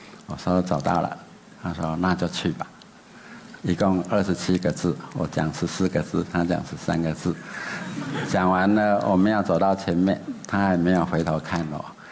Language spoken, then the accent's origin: Chinese; Taiwan; moved away as an adult; 35年前我在日本，第一个我是台湾人